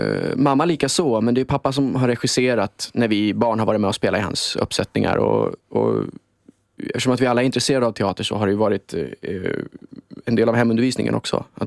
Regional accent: Finland; det är liksom första gången som någon har erkänt mig som svensk-finne.

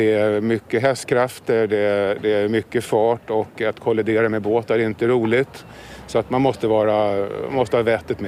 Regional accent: Sweden; hemma i Sverige och Stockholm framförallt.

